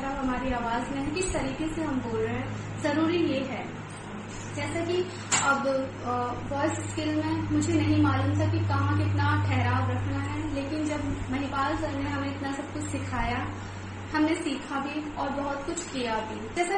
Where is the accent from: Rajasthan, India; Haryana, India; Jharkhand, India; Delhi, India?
Delhi, India; और मैं दिल्ली से हूँ।